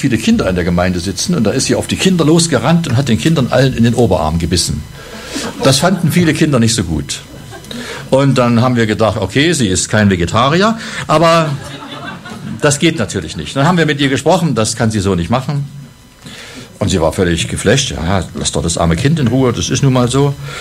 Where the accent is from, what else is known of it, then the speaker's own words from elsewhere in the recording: Jena, Thuringia, Germany; moved away as an adult; also born or lived in Leipzig; in meiner Nähe gibt es die Saaletalsperren, wo ich aufgewachsen bin in Jena